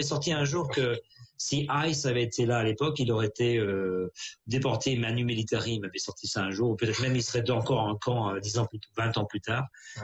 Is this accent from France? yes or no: yes; France; now in New Zealand; je suis français, je suis en Nouvelle-Zélande, puis bon, pas très longtemps